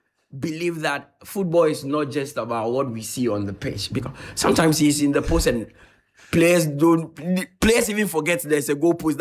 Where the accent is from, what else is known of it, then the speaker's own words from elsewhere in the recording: Ghana; as a Ghanaian